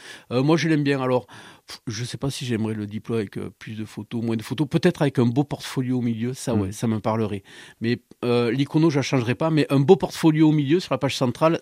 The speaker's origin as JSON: {"language": "French", "region": "Occitanie", "country": "France", "tie": "born or raised there", "also_born_or_lived": "Paris", "moved": "as an adult", "said": "je suis carcassonnais, j'ai grandi à Côte-Minervois, je suis vraiment quelqu'un de l'Aude. J'ai quitté Paris vers la vingtaine, je me suis formé énormément sur Paris"}